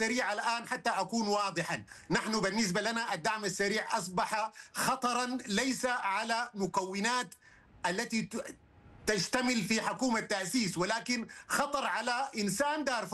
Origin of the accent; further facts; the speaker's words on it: Sudan; نحن كسودانيين ومراقبين،